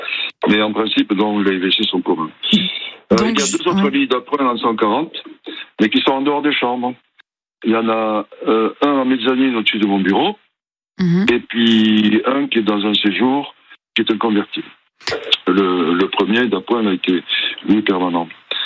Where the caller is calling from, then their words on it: Nouvelle-Aquitaine, France; Alors, je suis dans le nord, presque nord-est de la Charente-Maritime. J'habite dans une maison de campagne qui est à, ceux qui connaissent, 45 km au nord de Saintes et 35 au sud de Niort, pas loin de la nationale de 150. Et la maison est sur les berges de la Boutonne, qui est un gros affluent de la Charente.